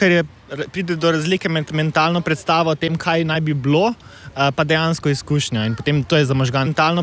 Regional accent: Ljubljana, Central Slovenia, Slovenia; Jaz sem se pa 2 meseca nazaj prvič odselil od doma. Sem iz Ljubljane, pa nikoli nisem imel te izkušnje, da bi šel v študentski dom ali pa da bi šel v drugo mesto študirati

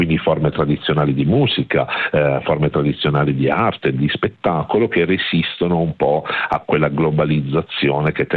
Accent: Bari, Apulia, Italy; sono barese

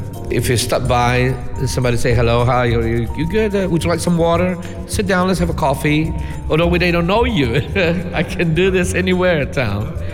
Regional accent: Belém, Pará, Brazil; now in Slovenia; I come from Belém. Belém is really facing the bay. That is the mixture of rivers, the river Niger River and Solimões River.

